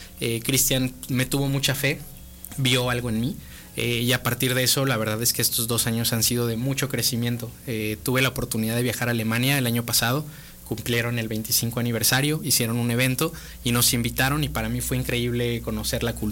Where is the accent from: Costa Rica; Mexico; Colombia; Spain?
Mexico; sobre todo como mexicanos